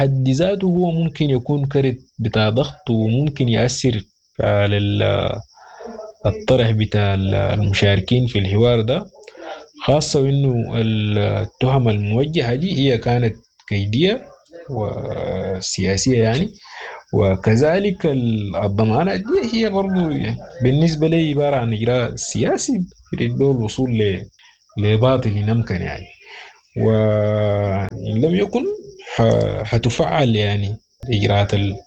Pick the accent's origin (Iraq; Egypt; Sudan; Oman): Sudan; كسودانيين